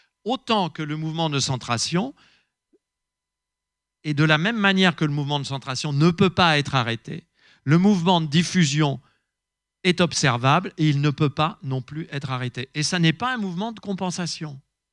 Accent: Lyon, Auvergne-Rhône-Alpes, France; Je viens de Lyon

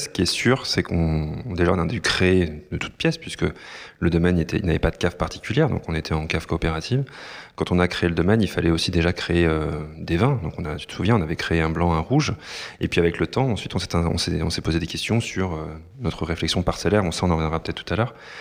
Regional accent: Centre-Val de Loire, France; born there; Moi, je suis né à Sancerre, donc en tout cas un village à côté de Sancerre à 5 km

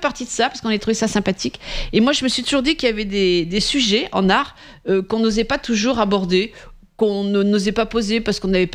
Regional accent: Nouvelle-Aquitaine, France; moi, je suis originaire du Périgord

